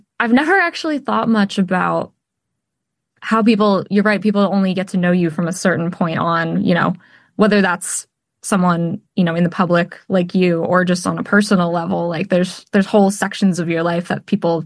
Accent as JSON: {"language": "English", "region": "Pennsylvania", "country": "United States", "also_born_or_lived": "Delaware", "said": "I'm from Pennsylvania / Delaware, so yeah, always love a Wawa."}